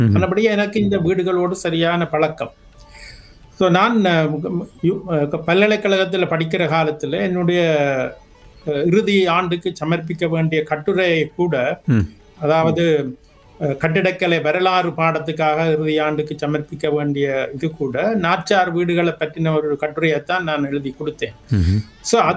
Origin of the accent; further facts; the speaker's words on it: Jaffna, Northern Province, Sri Lanka; now in Canada; நான் பிறந்து வளர்ந்தது வண்ணார்பண்ணையில். வண்ணார்பண்ணையில் நீங்கள் பார்த்தீங்கன்னு சொன்னால் நிறைய பழங்காலத்து வீடுகள் எல்லாம், அந்த காலத்தில் நிறைய பழங்காலத்து வீடுகள் இருந்தது அந்த ஏரியாவில்.